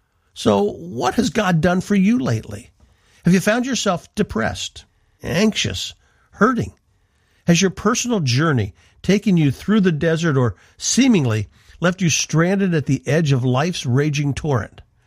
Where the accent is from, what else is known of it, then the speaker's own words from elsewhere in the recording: Bloomsburg, Pennsylvania, United States; I grew up in the Susquehanna Valley in Pennsylvania, but I also grew up just outside Bloomsburg, Pennsylvania.